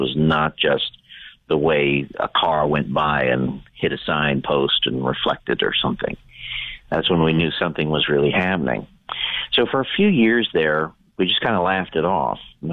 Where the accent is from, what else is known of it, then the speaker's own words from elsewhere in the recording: Ohio, United States; I am from South Central Ohio, and I did meet the ladies in 23 when George Norrie was doing a live show at the Egyptian in Columbus.